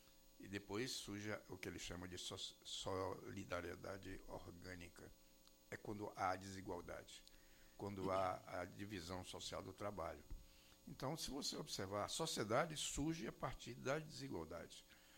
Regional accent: Brazil; born there; Eu não nasci no Brasil porque eu quis.

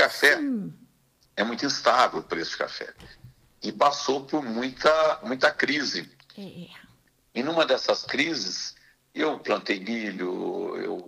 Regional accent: Capelinha, Minas Gerais, Brazil; Sou de Capelinha. E fica perto da onde? Né? Montes Claros, não, 340 quilômetros.

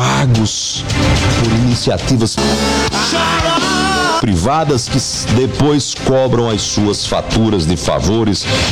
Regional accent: Brazil; nós brasileiros, cidadãos que pagamos esta alta conta.

